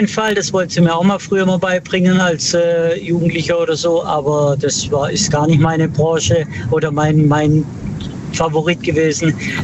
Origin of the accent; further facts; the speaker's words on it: Baden-Württemberg, Germany; Aus dem Schwarzwald.